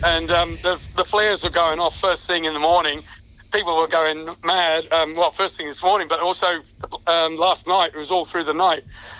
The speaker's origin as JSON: {"language": "English", "town": "Hammersmith", "region": "London", "country": "United Kingdom", "tie": "born there", "also_born_or_lived": "Singapore", "said": "I was born in West London in Hammersmith"}